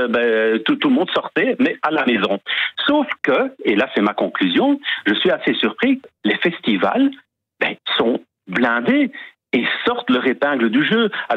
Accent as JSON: {"language": "French", "town": "Brussels", "region": "Brussels-Capital Region", "country": "Belgium", "tie": "born or raised there", "said": "je suis de la ville, je suis bruxellois de souche."}